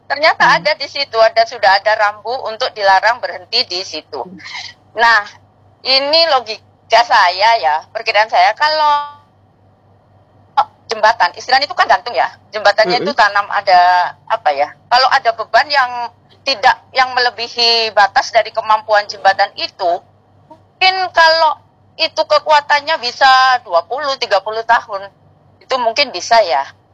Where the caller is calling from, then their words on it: Sampang, East Java, Indonesia; saya selaku warga Sampang